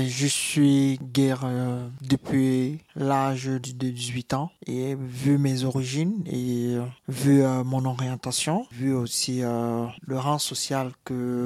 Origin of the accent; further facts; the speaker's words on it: Cameroon; je viens du Cameroun, j'ai 34 ans, d'origine Sawa et Bamileke, de père Sawa et de mère Bamileke.